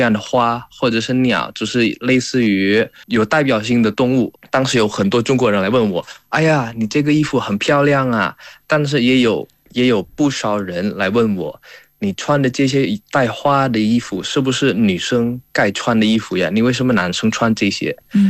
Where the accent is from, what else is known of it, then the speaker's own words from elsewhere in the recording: Indonesia; Chinese is a second language; 比如我是印尼人，当时我穿我们民族服装，然后我拍了一些短视频。